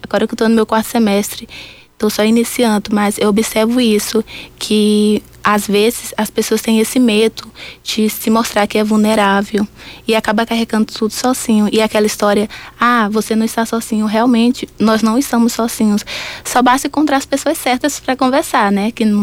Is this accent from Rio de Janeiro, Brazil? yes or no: no; Anapurus, Maranhão, Brazil; moved away as an adult; now in Rio Grande do Sul, Brazil; Eu sou natural de Anapurus, com a cidade que fica 400 quilômetros da capital, que é São Luís.